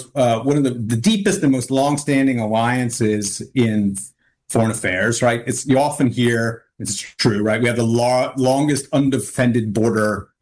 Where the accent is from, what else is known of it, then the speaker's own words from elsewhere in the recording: United States; now in Canada; Well, I should say I'm an American, but I'm an adopted Canadian.